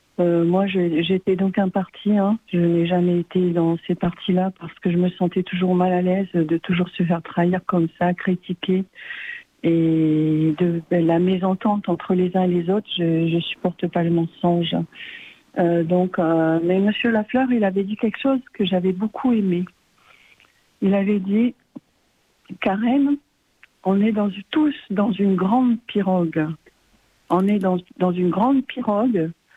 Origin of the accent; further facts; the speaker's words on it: New Caledonia; mais moi, je suis calédonienne. J'ai vécu loin des 22 000 kilomètres là, de là-bas. Et je revendique ma différence.